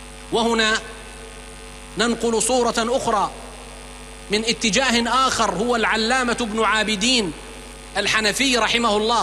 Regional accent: Syria; ونحن نبني بلدنا سوريا الجديدة

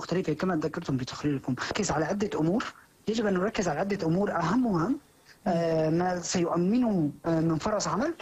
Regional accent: Syria; كنا كسوريين وحتى كقطاع صناعة سفن كنا مغيبين على مدار 50 عاما الماضية،

